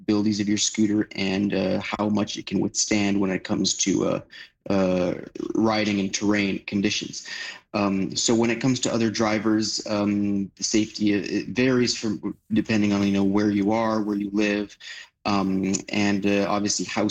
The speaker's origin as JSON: {"language": "English", "town": "Vancouver", "region": "British Columbia", "country": "Canada", "tie": "born or raised there", "lives_now": "Poland", "said": "Greetings to Vancouver, my hometown from Poland."}